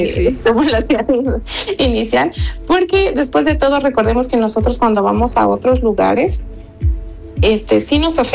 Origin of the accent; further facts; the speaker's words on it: Ecuador; De hecho, nuestro país es pluricultural, entonces eso es lo que da valor a nosotros como ecuatorianos.